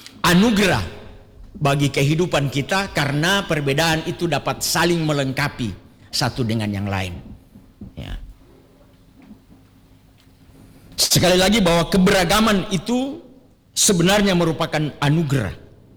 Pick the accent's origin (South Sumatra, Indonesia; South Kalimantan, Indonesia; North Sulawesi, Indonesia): North Sulawesi, Indonesia; Bitung; saya orang Bitung. Pelabuhan Bitung itu cukup besar.